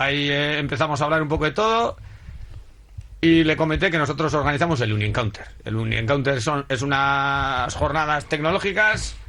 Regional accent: Eibar, Basque Country, Spain; Muy buenas, yo vengo de Eibar y soy profesor.

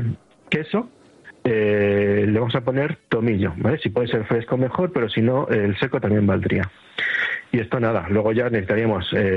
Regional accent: Extremadura, Spain; Porque es una receta que va a utilizar productos típicos de mi tierra de Extremadura

